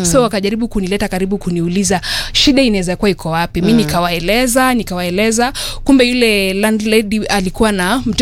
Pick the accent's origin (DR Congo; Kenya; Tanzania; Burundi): Kenya; Nairobi; So I was born there. I went to school there in Mwalimu Primary.